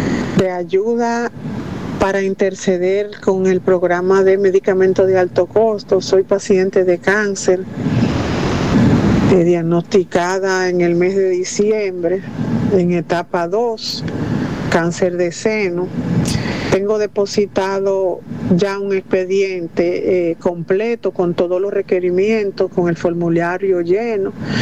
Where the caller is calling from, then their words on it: La Romana, Dominican Republic; soy de La Romana.